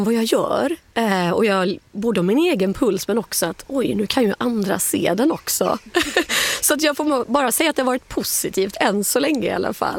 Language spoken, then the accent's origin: Swedish; Olofström, Blekinge, Sweden; also born or lived in Kalmar / Växjö / Gothenburg; now in Karlshamn, Sweden; Men det är ändå hemma som har varit Blekinge. Jag är uppvuxen i Olofström. Min farmor hade stuga i Sölvesborg under hela min uppväxt. Och i Karlshamn har jag nog bott i över 15 år nu.